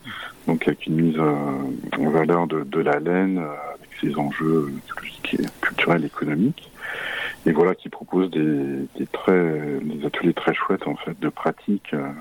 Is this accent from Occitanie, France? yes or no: yes; Occitanie, France; chez nous en Lozère et sur le Mont Lozère.